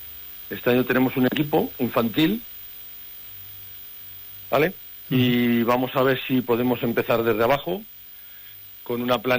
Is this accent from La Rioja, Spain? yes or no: no; Teruel, Aragon, Spain; yo también soy yo soy de la provincia de Teruel, yo soy de Teruel, ¿eh?